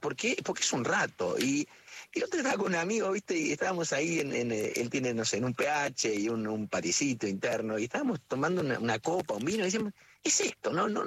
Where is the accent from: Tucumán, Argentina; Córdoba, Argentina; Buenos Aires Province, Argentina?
Córdoba, Argentina; born there; En la ciudad de Córdoba.